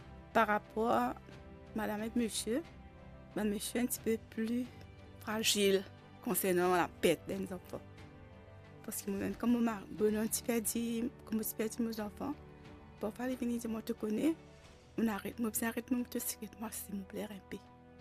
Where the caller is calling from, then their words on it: Rodrigues, Mauritius; Moi, je suis à Rodrigue, je suis au travail